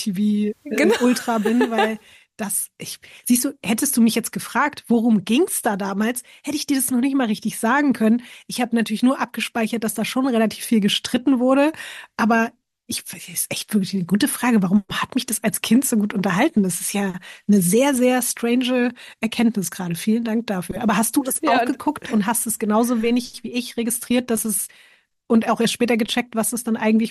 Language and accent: German; Berlin, Germany; born or raised there